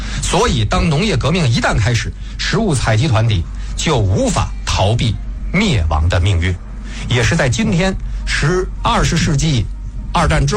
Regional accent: China; 所以我们中国人的祖训为什么不要涸泽而渔啊？

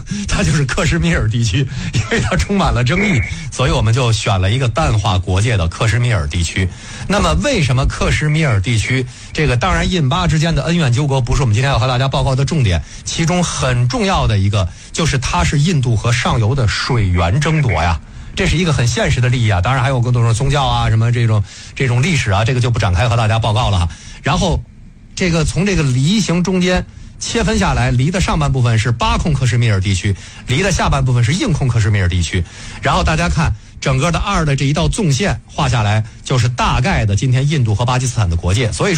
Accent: China; 我作为一个中国人

